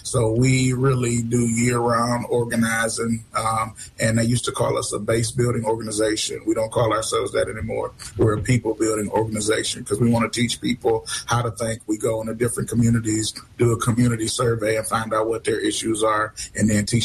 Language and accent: English; Pontiac, Michigan, United States; I'm from Pontiac, the center of the universe.